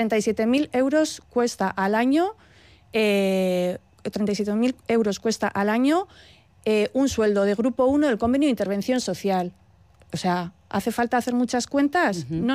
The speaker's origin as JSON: {"language": "Spanish", "town": "Bilbao", "region": "Basque Country", "country": "Spain", "said": "somos muy de Bilbao, somos más de Bilbao que el Guggenheim."}